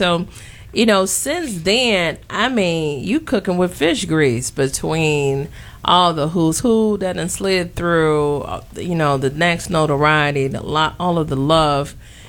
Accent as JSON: {"language": "English", "town": "Chicago", "region": "Illinois", "country": "United States", "tie": "born or raised there"}